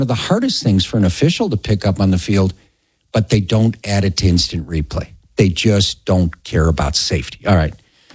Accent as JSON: {"language": "English", "town": "Chicago", "region": "Illinois", "country": "United States", "lives_now": "Colorado, United States", "said": "I couldn't believe it when I came out here from Chicago."}